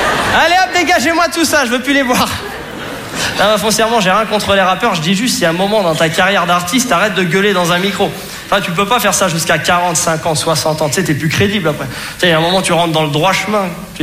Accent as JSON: {"language": "French", "town": "Saint-Denis", "region": "Île-de-France", "country": "France", "said": "Moi, je vous dis, moi, le rap, je connais, je viens de Saint-Denis, franchement."}